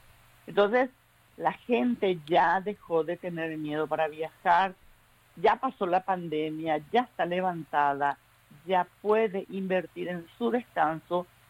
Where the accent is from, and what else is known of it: Paraguay